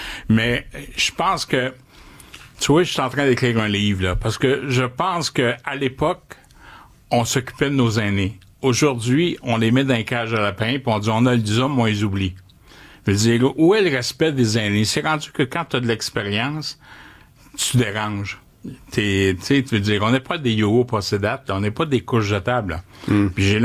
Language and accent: French; Quebec, Canada; je suis fier québécois